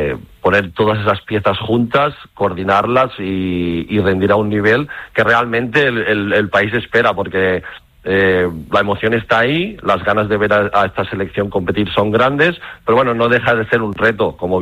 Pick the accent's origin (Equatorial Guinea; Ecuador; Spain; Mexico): Spain; Barcelona, Catalonia; moved away as an adult; now in Sweden; amigos de casa, de Barcelona, pues siempre están ahí. Y aunque viva relativamente lejos de mi ciudad, de mi pueblo, siempre tenemos el momento durante el año para volver a casa y coger energías.